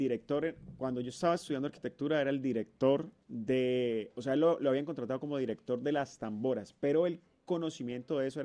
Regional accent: Cúcuta, Norte de Santander, Colombia; yo soy cucuteño, mi papá es de Ábrego, mi mamá es de Cúcuta

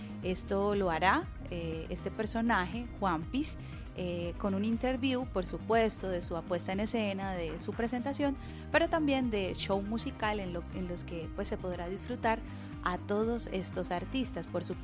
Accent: Colombia

